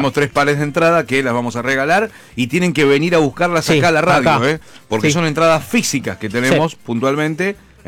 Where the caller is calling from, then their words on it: Munro, Buenos Aires Province, Argentina; de Munro, laburando hasta las 5 en Acasuso